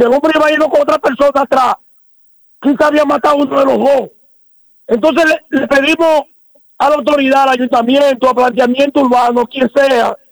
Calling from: Dominican Republic; todo lo que nos va a perjudicar a nosotros como dominicanos

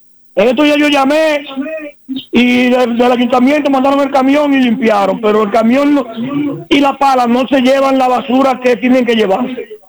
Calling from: Baní, Peravia, Dominican Republic

